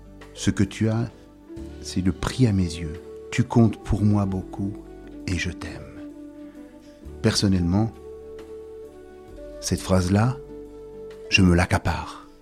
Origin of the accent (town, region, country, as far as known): Normandy, France